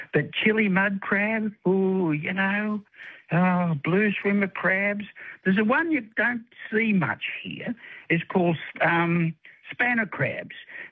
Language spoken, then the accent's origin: English; Tweed Heads, New South Wales, Australia; now in Fingal Bay, Australia; I come from Tweed Heads, which is too warm.